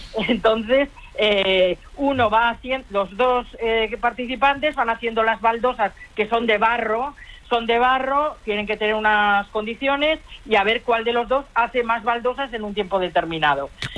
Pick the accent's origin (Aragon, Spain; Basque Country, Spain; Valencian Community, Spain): Aragon, Spain; Zaragoza; now in Granollers, Spain; Yo soy de Zaragoza, pero hace muchos años que vivo aquí.